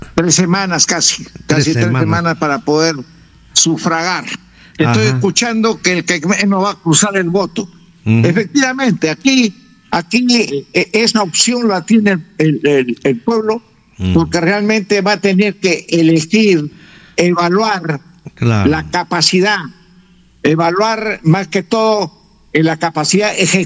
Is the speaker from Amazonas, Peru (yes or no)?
yes; Amazonas, Peru; nosotros somos Amazonas